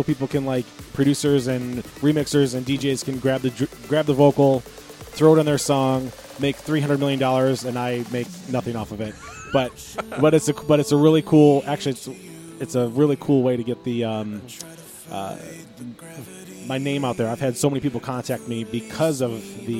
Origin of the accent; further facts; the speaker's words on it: Toledo, Ohio, United States; I'm from Toledo, if you don't know that. So I do play a lot of gigs in Toledo